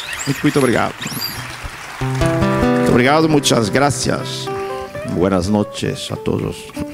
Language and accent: Spanish; Évora, Alentejo, Portugal; porque pasa que yo soy natural aquí de Évora, que está más cerquita. Aquí no, ahí, por ese lado, me parece. Si la luna está ahí, Évora estará para allá. Bueno, y entonces he venido a Badajoz tantas y tantas veces desde niño